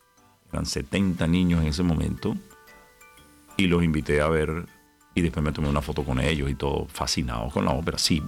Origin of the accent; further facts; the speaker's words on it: Caracas, Capital District, Venezuela; moved away as an adult; now in Purranque, Chile; Yo, como muchos venezolanos, me vi obligado a salir de mi país